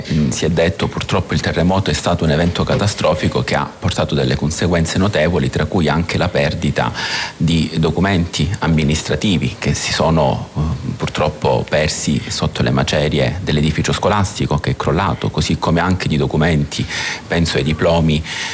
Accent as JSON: {"language": "Italian", "region": "Calabria", "country": "Italy", "lives_now": "Amatrice, Italy", "said": "sono calabrese"}